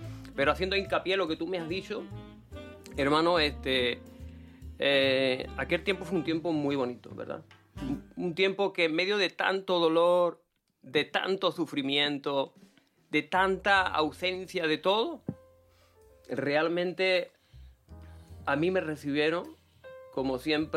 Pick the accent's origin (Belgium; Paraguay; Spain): Spain; San Roque, Andalusia; born there; soy nacido en San Roque